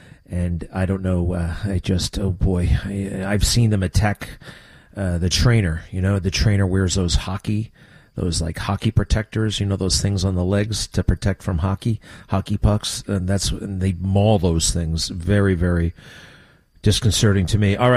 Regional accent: New York, United States; Now, I grew up on Long Island, Sagamore Hill and Oyster Bay.

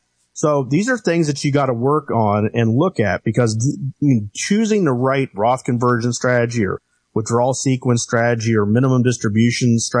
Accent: Cincinnati, Ohio, United States; I grew up in Cincinnati, Ohio, so I was and still am a Bengals fan.

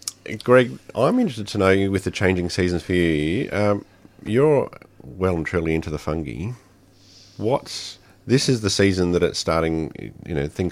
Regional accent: Adelaide, South Australia, Australia; now in Melbourne, Australia; I grew up in Adelaide, and having moved over to Melbourne many years ago

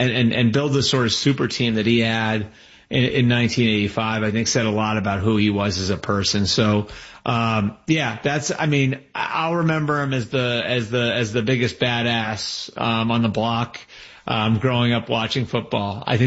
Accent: New England, United States; I was born in 1980. So, like, one of my earliest memories and growing up in New England was the 85 Bears absolutely annihilating the Patriots in January of 1986 and Super Bowl 20.

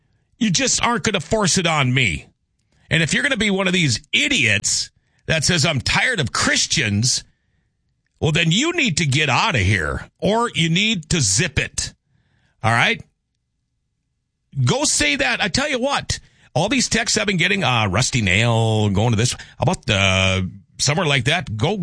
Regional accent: Thief River Falls, Minnesota, United States; born there; also born or lived in Crookston, Minnesota; I said I consider Thief River Falls my hometown. I live between Crookston and Gently up until the time I moved to Thief River.

